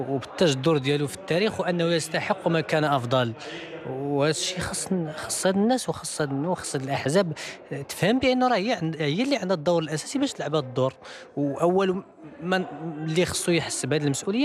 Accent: Morocco; وهذا من المشاكل اللي عندنا في المغرب

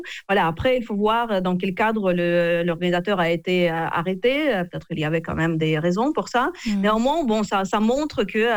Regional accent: Russia; moved away; moi, je vois en tant que Russe, parce que je suis les réseaux sociaux russes tous les jours

